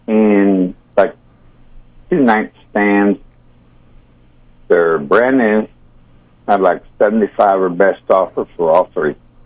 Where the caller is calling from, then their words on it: Higginsville, Missouri, United States; I'm calling from Higginsville.